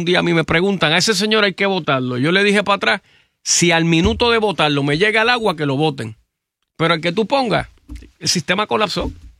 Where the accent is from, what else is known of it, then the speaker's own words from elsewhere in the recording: Puerto Rico; tú y yo que nos criamos por Coupé y dimos vueltas sí. Por allí y después tú te fuiste para Country.